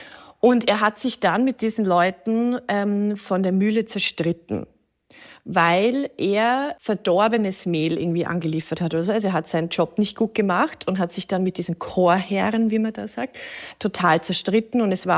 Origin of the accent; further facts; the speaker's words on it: Straubing, Bavaria, Germany; Also das ist so ein bisschen einfach so eine niederbayerische Figur. Ich komme ja aus Straubing.